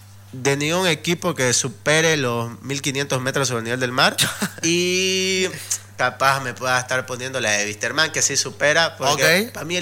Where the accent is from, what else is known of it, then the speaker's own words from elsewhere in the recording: Santa Cruz, Bolivia; Yo soy Camba, hijo.